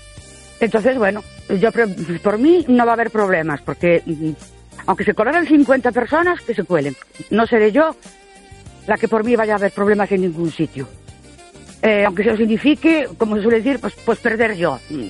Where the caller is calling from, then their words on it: Ourense, Galicia, Spain; de Ourense.